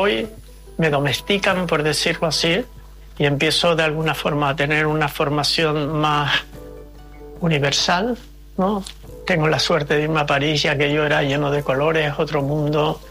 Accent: Santa Cruz de Tenerife, Canary Islands, Spain; Nací en la calle del Sol, aquí en Santa Cruz. Me crié en el Médano, como todos los niños, haciendo castillos en la arena.

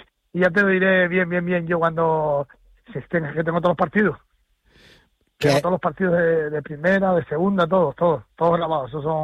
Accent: Canary Islands, Spain; Son como nosotros, ¿no? Los andaluces siempre he dicho que son como los canarios y por eso pues hacemos buenas migas.

